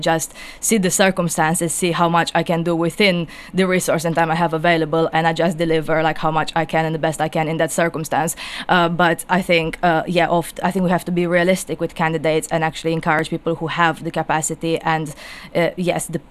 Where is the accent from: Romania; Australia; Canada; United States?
Romania; born there; English is a second language; moved away; No, I was born in Romania. Yeah.